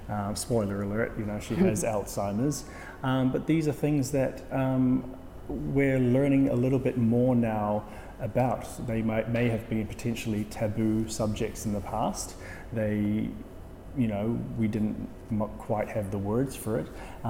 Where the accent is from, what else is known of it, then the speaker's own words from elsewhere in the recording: Philippines; Also, being a Filipino and two Filipino artists and living up to that.